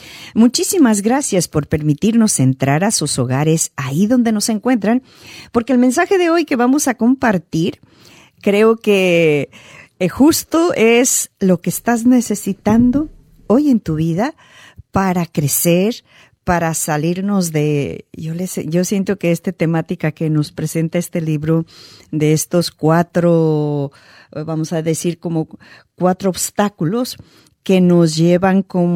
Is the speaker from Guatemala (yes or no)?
yes; Guatemala; now in United States; sea en Guatemala, en mi país de origen